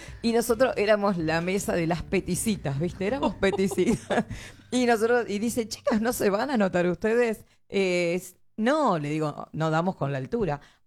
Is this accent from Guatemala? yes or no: no; San Justo, Santa Fe, Argentina; now in Santa Fe, Argentina; yo soy de San Justo Santa Fe, gente, claro. Les cuento. ¿Vieron que allá no se pronuncian las S's?